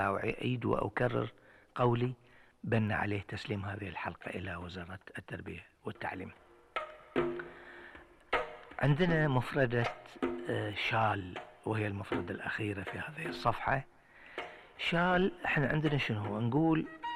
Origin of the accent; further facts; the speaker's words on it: Bahrain; ولكن خلال هجرته يتوقف عندنا في البحرين